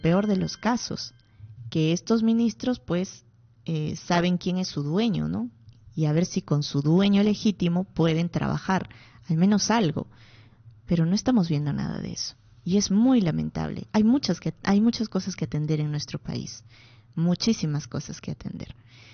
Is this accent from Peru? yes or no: yes; Peru; Somos peruanos como ellos